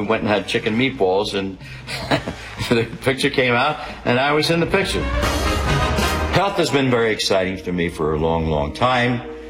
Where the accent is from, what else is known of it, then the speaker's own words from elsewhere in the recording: Philadelphia, Pennsylvania, United States; she thinks it's a kid that I grew up with in South Philly, a lot of Italian kids thought it was Bobby De Niro